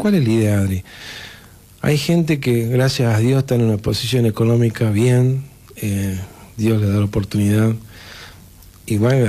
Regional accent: Famatina, La Rioja, Argentina; Yo vengo de una familia pobre, sé lo que es la pobreza, ¿me entendés? Amo Famatina porque vengo de Famatina, en mi familia toda de Famatina.

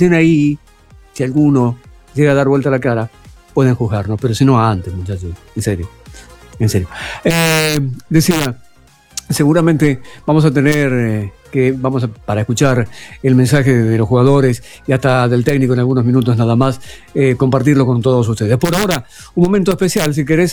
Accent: Argentina; no somos los argentinos como creen afuera que somos.

